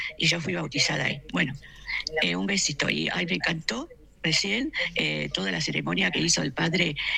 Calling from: Buenos Aires, Argentina; de Villa Crespo

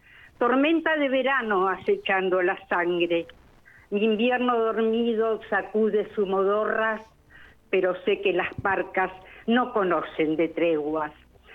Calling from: Bahía Blanca, Buenos Aires Province, Argentina; Estoy en Bahía Blanca … de Bahía Blanca.

